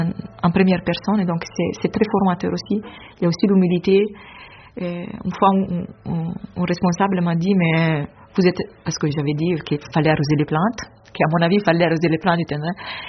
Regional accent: Italy; French is a second language; moved away as an adult; also born or lived in Haiti; now in Paris, France; Et je suis italienne et j'ai quitté l'Italie pour entrer dans la vie religieuse en 2008.

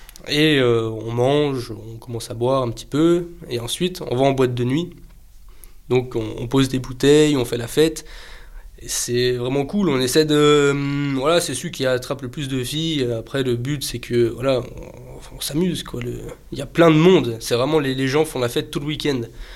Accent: France; moved away as an adult; now in Gibraltar; parce que je suis français, c'est normal. Mais voilà, maintenant je pense que je suis prêt à... Maintenant que je suis résident à Gibraltar

